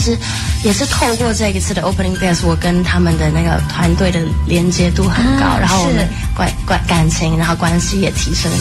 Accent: Taiwan; moved away as an adult; now in Vancouver, Canada; 我今年19岁，我来自台湾，我去年刚从台湾高中毕业，然后来这边读大学。

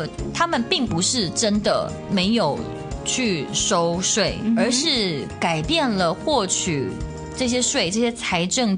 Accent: Canada; 因为所得税就是我们加拿大人哀哀叫的东西嘛，对不对？

